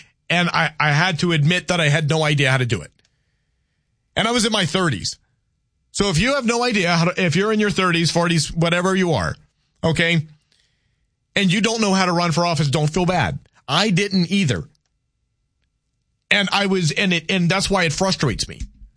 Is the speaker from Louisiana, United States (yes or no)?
yes; Louisiana, United States; moved away as an adult; now in North Dakota, United States; I grew up in Louisiana